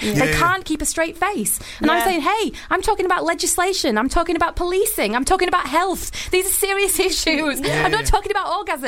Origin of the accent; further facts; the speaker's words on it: Wakefield, Yorkshire and the Humber, United Kingdom; I'm from Wakefield.